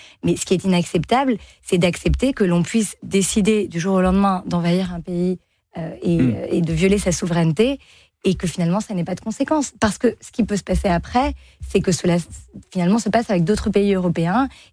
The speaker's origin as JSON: {"language": "French", "country": "France", "also_born_or_lived": "Caribbean", "said": "Moi je vais vous dire, moi je suis 100% française. Pourtant, j'ai une mère dominicaine. Pourtant, j'ai grandi dans les Caraïbes."}